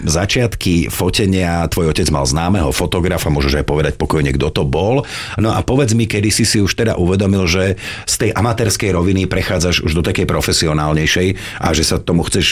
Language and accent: Slovak; Petržalka, Bratislava Region, Slovakia; ja som z Petržalky práve z toho konca